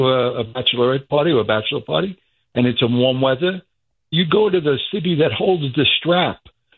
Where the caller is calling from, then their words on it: Bethpage, New York, United States; I am on Long Island, but my home is in Bethpage